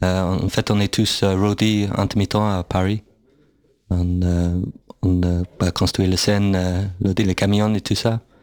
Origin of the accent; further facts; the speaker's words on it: London, United Kingdom; quand j'ai grandi à Londres … c'était vraiment la référence pour tout le monde qui écoutait le rock